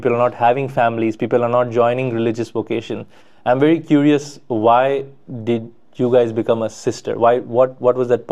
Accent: Kolkata, West Bengal, India; I grew up in Calcutta in India, and I was with the Missionary of Charity sisters.

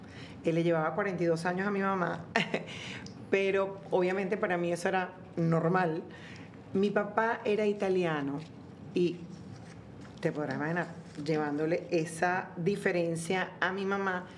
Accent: Caracas, Capital District, Venezuela; born there; Soy venezolana, nací en Caracas. Soy la mayor de tres hermanas.

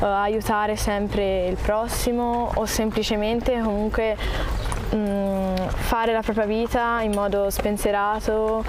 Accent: Volterra, Tuscany, Italy; Vengo da Volterra

